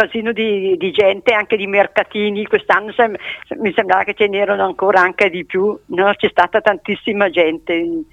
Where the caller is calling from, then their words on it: Bienno, Lombardy, Italy; io sono di Bienno, però diciamo che è un bel paese anche come posto e così.